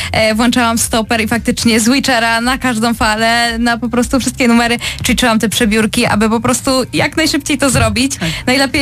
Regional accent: Opole, Opole Voivodeship, Poland; jako Opolanka

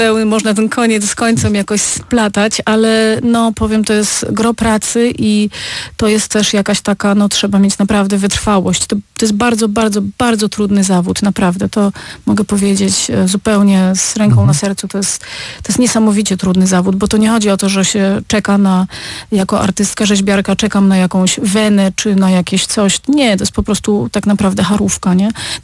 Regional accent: Opole, Opole Voivodeship, Poland; now in Berlin, Germany; wychowałam się koło cementowni Odry.

